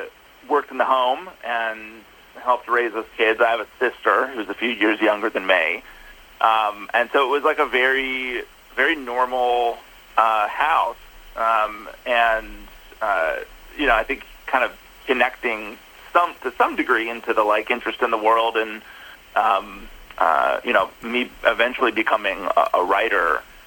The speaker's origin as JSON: {"language": "English", "town": "Minneapolis", "region": "Minnesota", "country": "United States", "tie": "born or raised there", "also_born_or_lived": "Orlando", "said": "Well, so I was born in Minnesota. I was raised kind of between Minneapolis and did a stint in Orlando as well."}